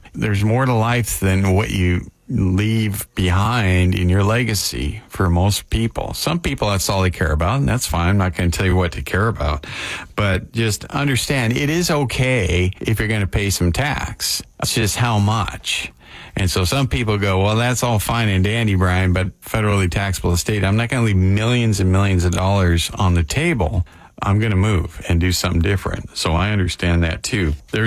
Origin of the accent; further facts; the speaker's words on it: Washington, United States; I'm from Washington.